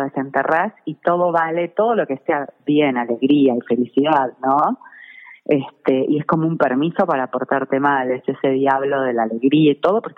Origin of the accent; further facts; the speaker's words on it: Buenos Aires, Argentina; moved away as an adult; now in Quebrada de Humahuaca, Jujuy, Argentina; yo siendo porteña